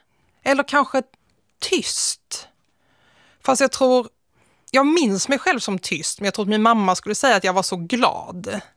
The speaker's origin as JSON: {"language": "Swedish", "town": "Malmö", "region": "Skåne", "country": "Sweden", "tie": "born or raised there", "also_born_or_lived": "Nötesjö", "said": "Utanför Svedala, som heter Nötesjö, en liten by. Och sen så flyttade jag in till Malmö när jag var 5 år gammal ungefär. Men mina första år i livet växte jag upp där ute."}